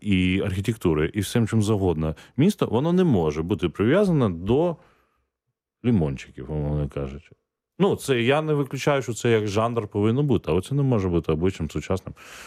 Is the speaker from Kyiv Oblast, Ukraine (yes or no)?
no; Odesa, Odesa Oblast, Ukraine; я от такий от я неправильний одесит, хоча я народився в Одесі